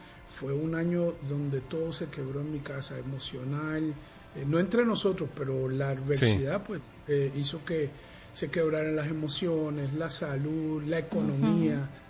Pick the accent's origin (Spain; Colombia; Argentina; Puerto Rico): Puerto Rico; also born or lived in Venezuela; en Venezuela? Aunque me crié en Puerto Rico.